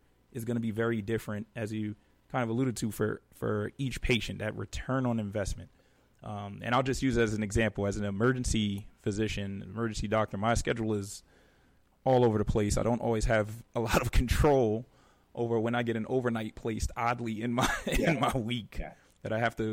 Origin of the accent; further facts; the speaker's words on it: New York, United States; moved away as an adult; now in Georgia, United States; Even moving to Georgia, actually, I'll throw that in there. As a New Yorker